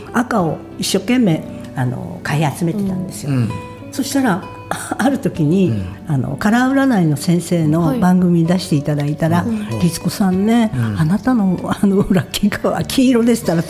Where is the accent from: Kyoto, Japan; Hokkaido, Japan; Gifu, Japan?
Hokkaido, Japan; Sapporo; お母ちゃんと私が札幌で生まれ育ったんですけれども、うん、もうすごいガチガチのやっぱり北海道人